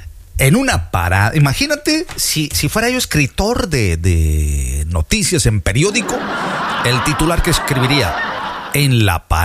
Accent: Veracruz, Mexico; Así somos los veracruzanos.

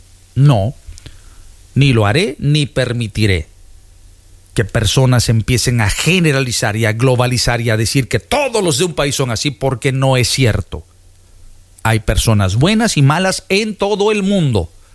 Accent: Veracruz, Mexico; soy de oro, soy jarocho.

